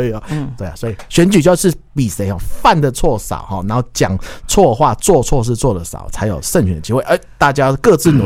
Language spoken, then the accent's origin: Chinese; Kaohsiung, Taiwan; 我干嘛我身为高雄人听起来我有点怕怕的话